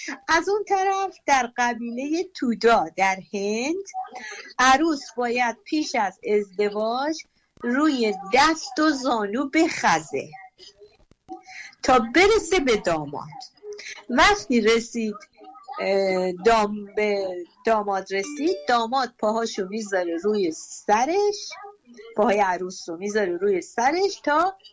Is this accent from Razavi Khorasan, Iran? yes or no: yes; Mashhad, Razavi Khorasan, Iran; بله، من مشهدیم.